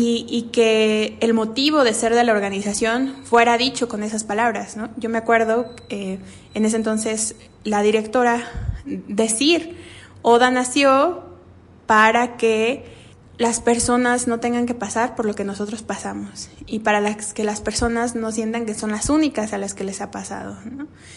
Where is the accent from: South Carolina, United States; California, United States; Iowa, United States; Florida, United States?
South Carolina, United States; now in Mexico; Para entonces yo ya tenía casi 8 años de retornada, ¿no? Pues crecí en Carolina del Sur y estaba estudiando la carrera de Derecho en la UNAM